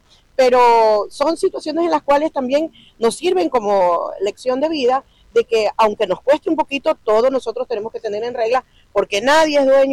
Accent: Manabí, Ecuador; más allá de ser una gobernadora, soy una manabita

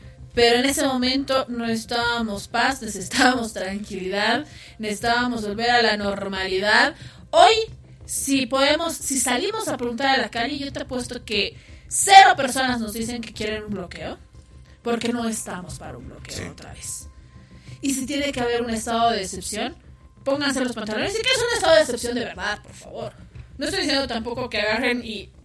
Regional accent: Bolivia; nos hace como bolivianos entrar en una crisis que creo que no la merecemos

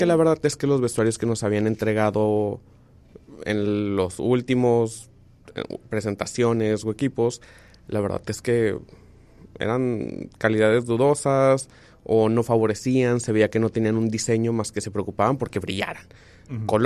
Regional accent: Tijuana, Baja California, Mexico; also born or lived in Hermosillo; Porque mis papás son de Hermosillo y es como... Me gusta honrar ese lado también de mis papás. Fueron, mi hermano mayor es de aquí de Tijuana, fueron a Hermosillo, me tuvieron y se regresaron prácticamente.

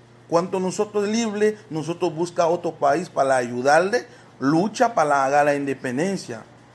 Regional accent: Haiti; Spanish is a second language; moved away as an adult; also born or lived in Brazil; now in Mexico; haitiano. Mi país tiene mucho tiempo, está sufrimos. Nosotros tiene mucho tiempo, está sufrimos. Como yo salí de Brasil a pie, camino a pie para llegar aquí a México.

